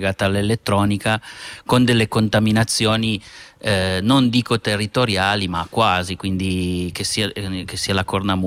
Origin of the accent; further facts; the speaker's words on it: Piedmont, Italy; noi arriviamo dal Saluzzese, siamo di Envie, di Barge